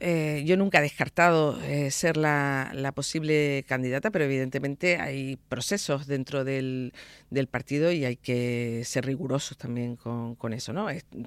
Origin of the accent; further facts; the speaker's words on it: Tenerife, Canary Islands, Spain; los que somos de Canarias, los que somos de Tenerife, el Parque Nacional del Teide forma parte de nuestra identidad.